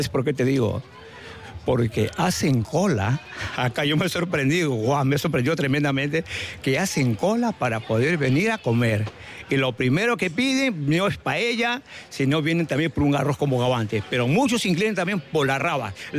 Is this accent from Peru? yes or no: yes; San Vicente de Cañete, Lima, Peru; now in San Vicente de la Barquera, Spain; Yo soy del Perú, soy de San Vicente de Cañete, que pertenece a Lima, a 2 horas de Lima. De San Vicente de Cañete, venir a trabajar a San Vicente de la Barquera.